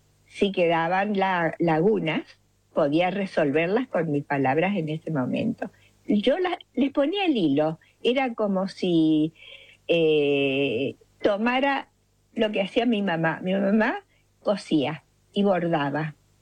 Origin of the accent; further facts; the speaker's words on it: Reconquista, Santa Fe, Argentina; Mi pueblo tenía una plaza hermosa, redonda, una plaza clásica